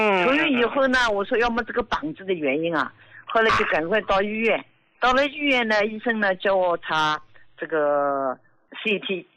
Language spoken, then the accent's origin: Chinese; Jiangsu, China; 我今年73岁，我是江苏的。